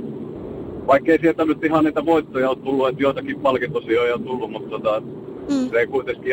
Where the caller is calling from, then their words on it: Ruokolahti, South Karelia, Finland; Ruokolahdella.